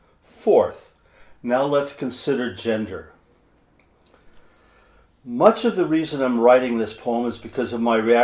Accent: Cottage Grove, Oregon, United States; I am a writer from Cottage Grove, Oregon.

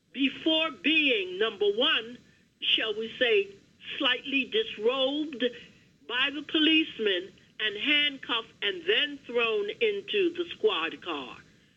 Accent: Long Island, New York, United States; So anyone out there … from Long Island, and I've called BAI a number of times

